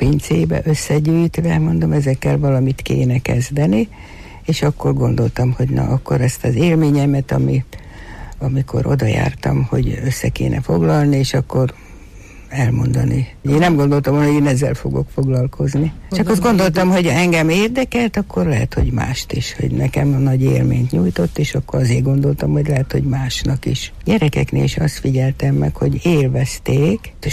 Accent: Hungary; meg az, hogy igazán magyar vagyok

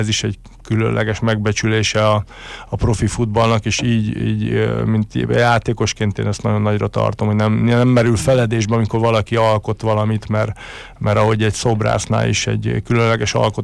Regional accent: Hungary; egyedüli magyarként

